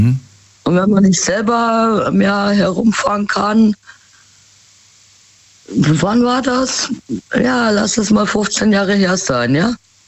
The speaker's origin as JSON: {"language": "German", "town": "Munich", "region": "Bavaria", "country": "Germany", "tie": "born there", "said": "Aber ich komme gebürtig aus München, ja?"}